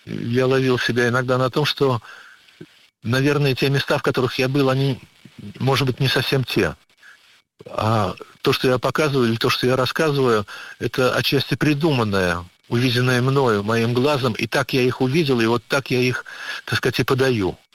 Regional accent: Moscow Oblast, Russia; born there; also born or lived in Russian Far East; хотя я в Москве прожил 60 лет уже, вот, но тем не менее, скорее всего, я все-таки подмосковный мальчик такой, поскольку моя... Вторая и историческая такая родина – это подмосковный Звенигород, неподалеку от которого я сейчас живу, в деревне.

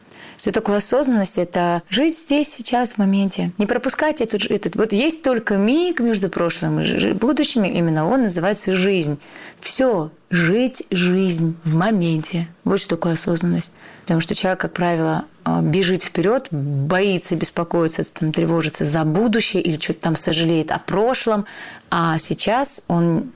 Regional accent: North Caucasus, Russia; born there; я родилась в России, на Кавказе? Я не родилась в Индии

